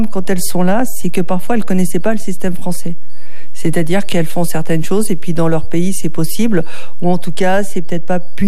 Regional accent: France; je suis une Française.

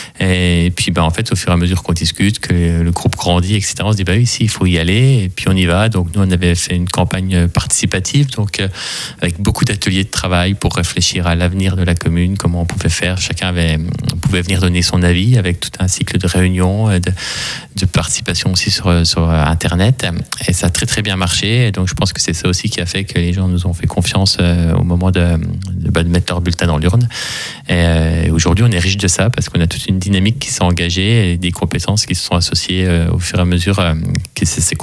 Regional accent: La Bresse, Grand Est, France; je suis Bresseau, j'ai toujours habité à La Bresse, j'ai grandi à La Bresse, j'ai été à l'école et j'ai été dans beaucoup de clubs sportifs à La Bresse.

